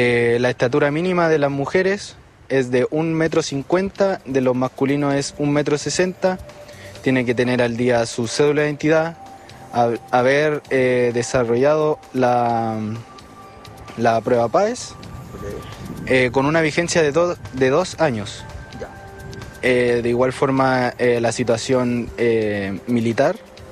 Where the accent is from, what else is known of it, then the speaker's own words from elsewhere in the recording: Puerto Montt, Los Lagos, Chile; Sí, soy de Puerto Montt.